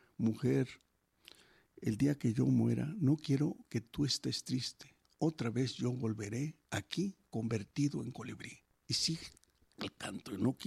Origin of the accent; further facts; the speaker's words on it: Mexico; Somos mexicanos hablando español.